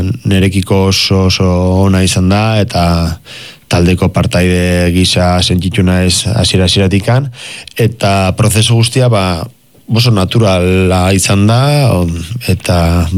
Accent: Legazpi, Basque Country, Spain; porque ni Leazpikoa naiz

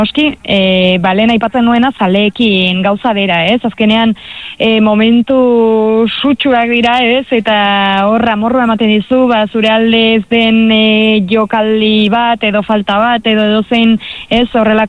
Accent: Lesaka, Navarre, Spain; aspaldiko kontua da, baino nire herrian, Lesakan, oroitzena ez

